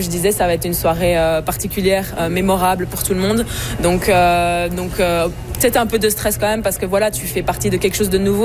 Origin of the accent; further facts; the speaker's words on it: Montreal, Quebec, Canada; d'être une Montréalaise